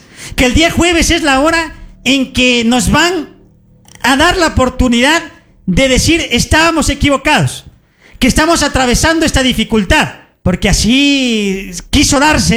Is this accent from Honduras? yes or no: no; Ecuador; nos llevó a todos los ecuatorianos